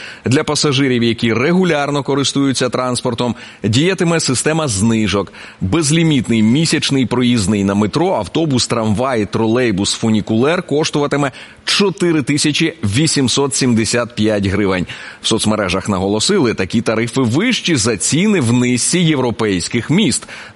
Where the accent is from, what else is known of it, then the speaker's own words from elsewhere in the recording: Dnipropetrovsk Oblast, Ukraine; Дніпропетровщина.